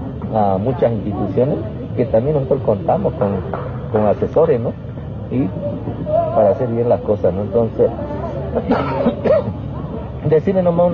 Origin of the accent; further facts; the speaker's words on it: Bolivia; nosotros, como bolivianos